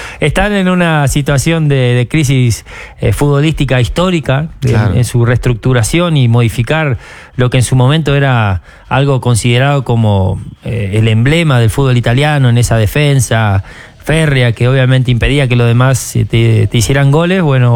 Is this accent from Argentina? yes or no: yes; Argentina; Nosotros me incluyo como argentino, ¿no?